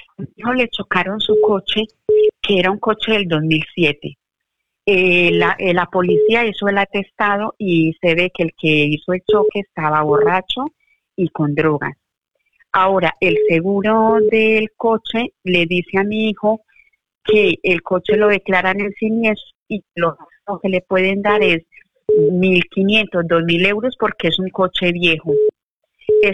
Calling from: Valencia, Valencian Community, Spain; llamo desde Valencia.

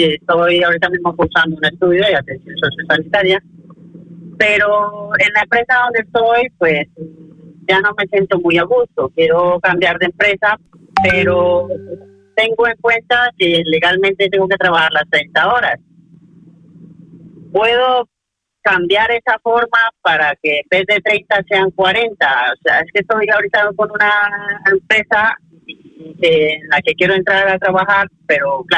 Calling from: Madrid, Community of Madrid, Spain; llamo desde el distrito de Hortaleza, en Madrid.

